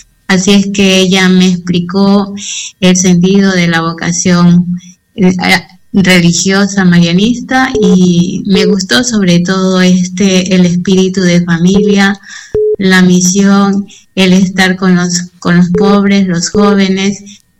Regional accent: Ecuador; moved away as an adult; now in Peru; religiosa marianista de Ecuador. He venido desde Ecuador para estar hasta el mes de julio posiblemente aquí en Perú

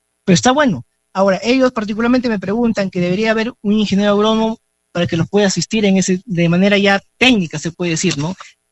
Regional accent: Marmot district, La Libertad, Peru; moved away as an adult; yo he estudiado acá en el distrito de Marmot, toda la primaria particularmente. Yo soy netamente de acá del distrito. Posteriormente, me fui a la ciudad a continuar con mi carrera profesional

